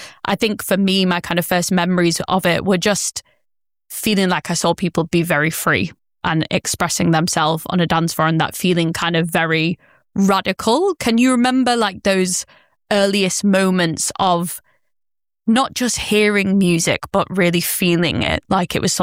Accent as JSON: {"language": "English", "town": "Manchester", "region": "North West England", "country": "United Kingdom", "tie": "born or raised there", "said": "me, I think it was growing up in Manchester, starting to rave when I was probably a bit too young."}